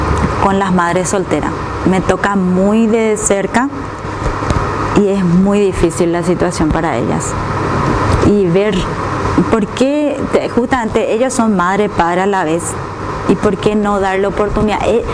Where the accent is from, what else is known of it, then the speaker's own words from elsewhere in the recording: Lambaré, Central, Paraguay; born there; Mi abuela, mi mamá, mi papá, todos somos de Lambaré, prácticamente